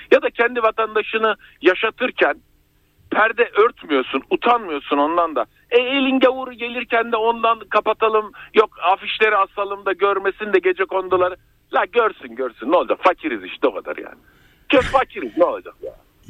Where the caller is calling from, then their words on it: Ankara, Turkey; Ankara'dan arıyorum hocam.